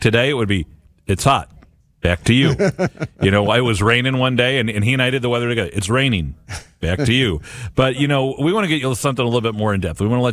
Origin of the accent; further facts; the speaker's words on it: South County, Missouri, United States; 'cause I grew up in South County